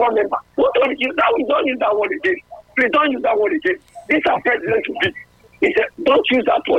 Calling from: Asaba, Delta, Nigeria; I'm calling from Asaba.

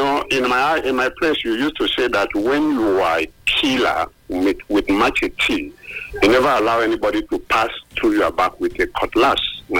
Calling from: Nigeria

